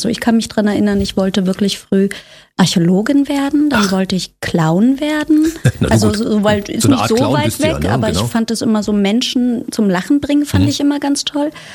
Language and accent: German; Potsdam, Brandenburg, Germany; born or raised there; also born or lived in Zehdenick; now in Berlin, Germany